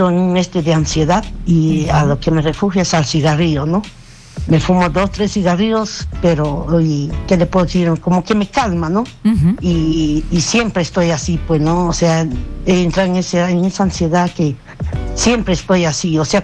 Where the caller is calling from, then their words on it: Huancayo, Junín, Peru; me llamo de Huancayo